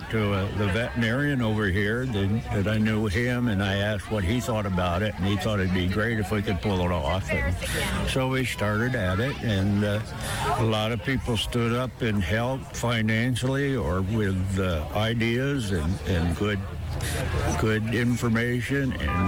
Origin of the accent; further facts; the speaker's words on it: Pennsylvania, United States; Well, I have to say that I grew up in Pennsylvania on a dairy farm, and my dad died when I was 8, my brother, and we went ahead and milked cows and did farm work.